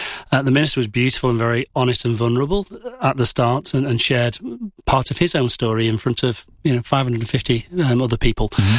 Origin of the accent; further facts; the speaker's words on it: England, United Kingdom; And as an Englishman, not that successful.